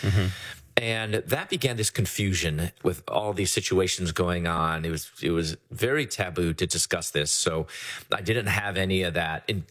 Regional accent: Chicago, Illinois, United States; I'm originally from Chicago, and I was accepted to dental school, pursuing my doctorate in dentistry.

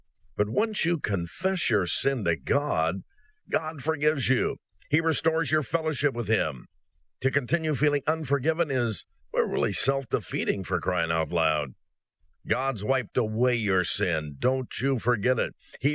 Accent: Midwest, United States; I'm a pastor from the Midwest, 38 years of the church that I started.

